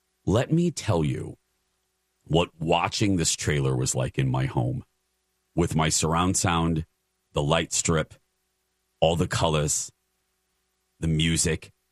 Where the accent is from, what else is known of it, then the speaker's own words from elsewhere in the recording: Indiana, United States; I grew up in Indiana.